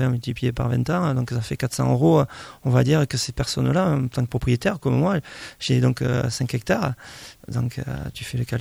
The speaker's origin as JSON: {"language": "French", "region": "Nouvelle-Aquitaine", "country": "France", "tie": "born or raised there", "said": "je suis né dans les BART, j'ai grandi dans les BART, et je vais mourir dans les BART."}